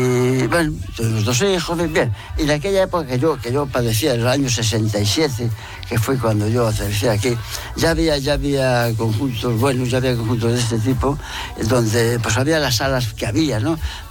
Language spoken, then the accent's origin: Spanish; Madrid, Community of Madrid, Spain; born there; moved away as an adult; now in Santiago de Compostela, Spain; yo soy de Madrid, yo nací en Madrid.